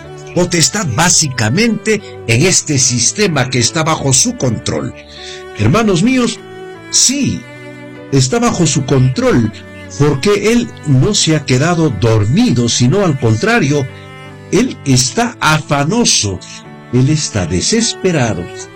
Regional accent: Peru; nuestra patria

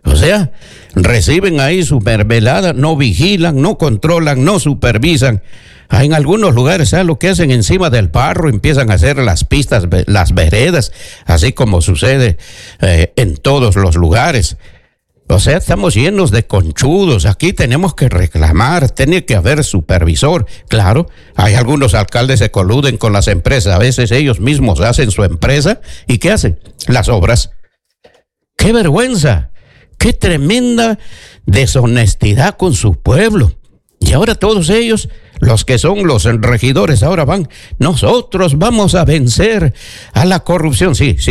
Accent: Peru

